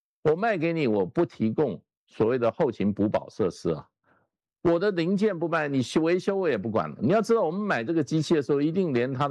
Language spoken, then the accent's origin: Chinese; Taiwan; 我20几岁我就接触过荷兰人啊，跟他密切相处两个礼拜。我那时候我们台湾